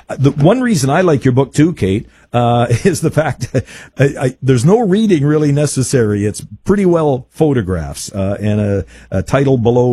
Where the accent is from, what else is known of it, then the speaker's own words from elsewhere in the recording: Manitoba, Canada; now in Saskatchewan, Canada; a town near my hometown in southwest Manitoba.